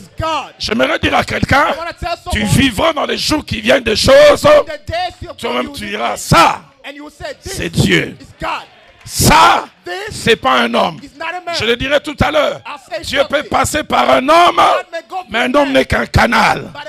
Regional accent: Kinshasa, DR Congo; Chez nous, à Kinshasa

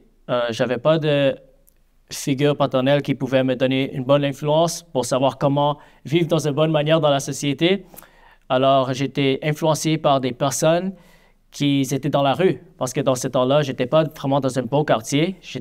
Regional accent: Montreal, Quebec, Canada; born there; Je suis un prédicateur de l'Évangile et voici mon témoignage. Alors moi, je suis né ici à Montréal. Mes parents sont coréens.

